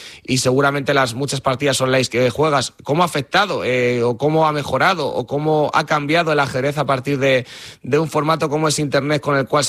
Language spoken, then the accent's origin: Spanish; Pola, Asturias, Spain; Yo soy de Pola y me gusta mucho cuando en las semanas de feria o de semanas culturales